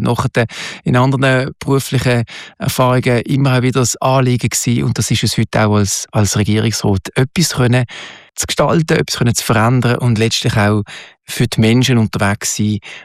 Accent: Switzerland; in dem Kanton, wo ich leben darf, wo ich gerne lebe, wo ich aufgewachsen bin

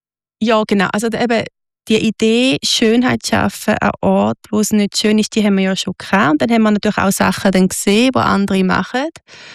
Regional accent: Switzerland; moved away; Wo wir hingehen, werden wir geliebt als Schweizer. Nur schon mit unserer weißen Haut werden wir überall geliebt.

